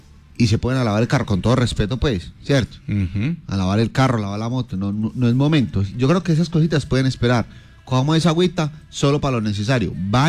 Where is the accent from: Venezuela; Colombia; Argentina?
Colombia; Risaralda; somos risaraldenses de corazón, de empuje, de berraquera.